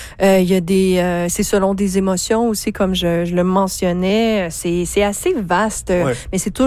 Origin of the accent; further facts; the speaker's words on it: Laval, Quebec, Canada; Écoutez-moi, je viens de Laval.